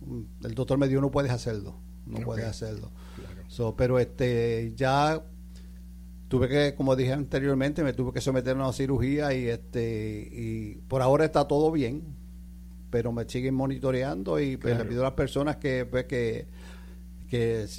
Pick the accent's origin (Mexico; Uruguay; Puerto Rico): Puerto Rico; la música que nos identifica como puertorriqueños